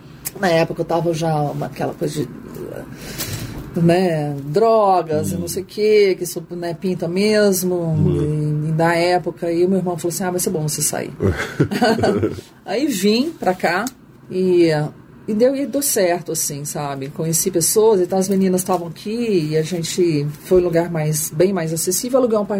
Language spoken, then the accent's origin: Portuguese; Uberlândia, Minas Gerais, Brazil; now in Campinas, Brazil; Eu vim de Uberlândia, com uma cidade bem menor.